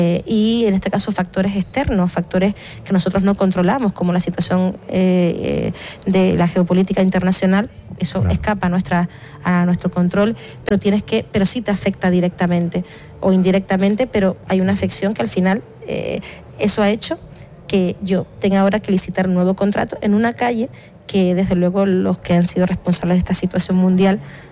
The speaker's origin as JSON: {"language": "Spanish", "region": "Canary Islands", "country": "Spain", "said": "ya va a nivel también cultural y de identidad como canarios, y eso es algo que siempre reivindicamos, y es lo que quisimos hacer cuando salimos de la isla de Tenerife al resto de las islas"}